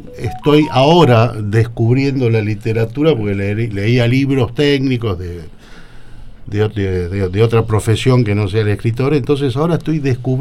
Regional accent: Buenos Aires, Argentina; moved away as an adult; also born or lived in Caballito, Buenos Aires; now in General Rodríguez, Argentina; yo soy un porteño que vino a General Rodríguez hace 15 años.

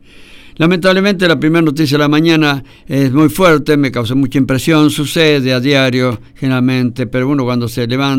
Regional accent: Argentina; somos argentinos y queremos que lo reciba

